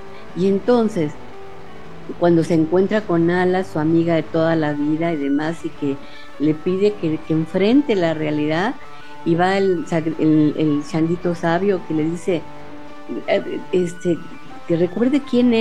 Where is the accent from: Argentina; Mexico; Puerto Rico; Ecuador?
Mexico